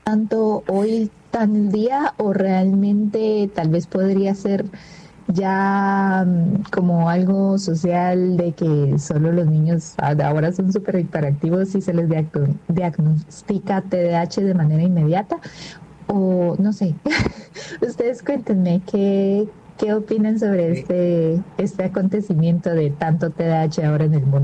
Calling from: Guatemala; Hola, soy … de Guatemala y quería saludar a los doctores Valencia y Jorge.

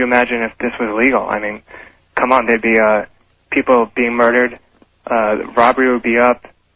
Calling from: Long Island, New York, United States

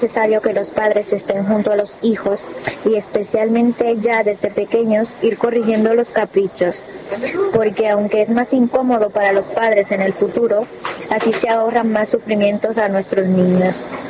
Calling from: Dominican Republic; de República Dominicana.

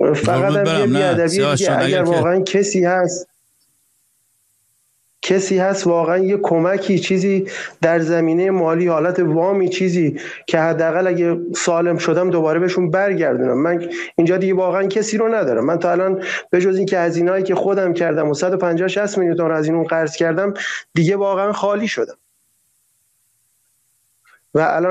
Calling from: Iran; به عنوان یه ایرانی حق من اینه که یه زندگی خوب داشته باشم.

